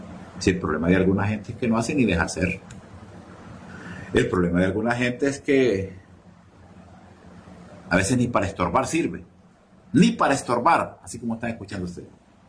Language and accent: Spanish; Sulaco, Yoro, Honduras; lo digo yo que soy de Sulaco, lo digo yo que he vivido esas experiencias.